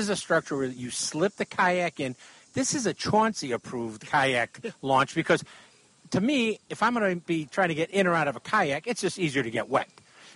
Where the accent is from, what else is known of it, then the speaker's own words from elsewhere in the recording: Chicago, Illinois, United States; you're talking to a guy that grew up in the middle of the city of Chicago. I grew up behind the stockyards.